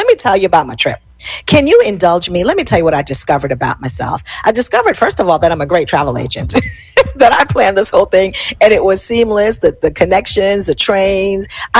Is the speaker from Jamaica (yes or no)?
yes; Jamaica; I'm a Jamaican citizen. Like, I'm an American citizen, dual citizenship. But I said, I'm from Jamaica.